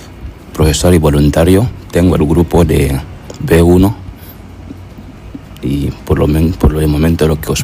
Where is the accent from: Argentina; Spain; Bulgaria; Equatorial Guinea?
Equatorial Guinea; Guinea Ecuatorial, que fue una antigua colonia española.